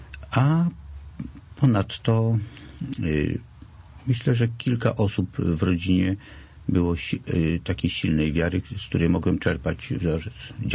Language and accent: Polish; Warsaw, Masovian Voivodeship, Poland; Warszawa. Cały czas urodziłem się i mieszkałem w Warszawie.